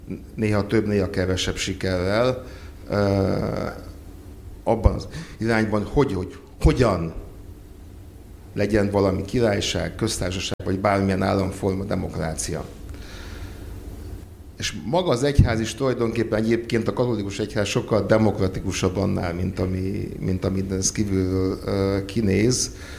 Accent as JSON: {"language": "Hungarian", "town": "Kecskemét", "region": "Bács-Kiskun", "country": "Hungary", "tie": "born or raised there", "said": "az én szülővárosomban, Kecskeméten"}